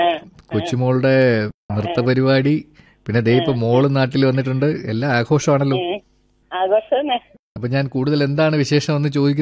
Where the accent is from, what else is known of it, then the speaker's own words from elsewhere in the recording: Nileshwaram, Kerala, India; ഞങ്ങൾ കാസർഗോഡ് നീലേശ്വരം നാട്ടിൽ നിന്നാണ്. ഗ്രാമത്തിന്റെ പേര് കൊട്രച്ചാൽ.